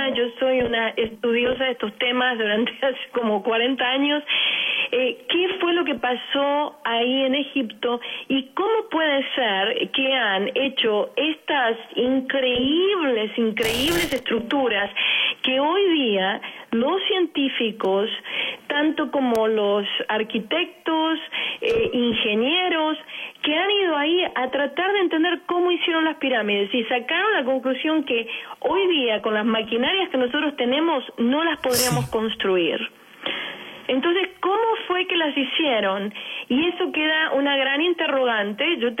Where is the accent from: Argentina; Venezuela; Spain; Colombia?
Argentina; yo soy de Argentina